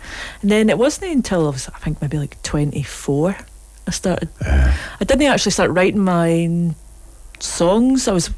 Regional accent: Scotland, United Kingdom; moved away as an adult; also born or lived in Glasgow; from Ayrshire, I just had to put away my accent and everything.

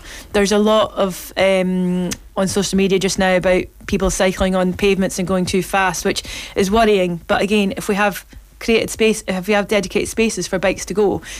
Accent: Glasgow, Scotland, United Kingdom; I'm born and brought up in Glasgow and I know this area, but I've never been on these paths before.

